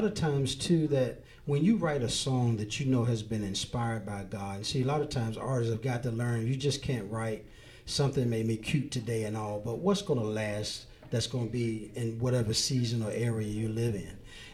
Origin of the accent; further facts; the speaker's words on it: Washington, District of Columbia, United States; now in Rocky Mount, United States; I'm from Washington, D.C., but I moved to Rocky Mount, North Carolina, and he moved to Raleigh, which is about 45 minutes away.